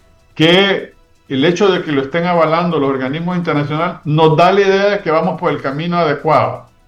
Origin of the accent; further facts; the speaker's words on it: Honduras; nosotros como hondureños